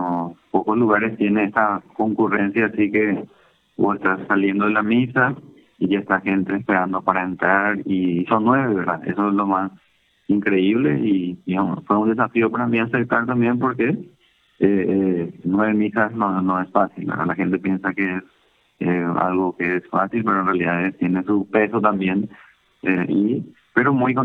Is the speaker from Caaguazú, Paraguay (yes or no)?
no; Carmen del Paraná, Itapúa, Paraguay; Bueno, yo soy de Carmen del Paraná, Itapúa, pero soy misionero redentorista.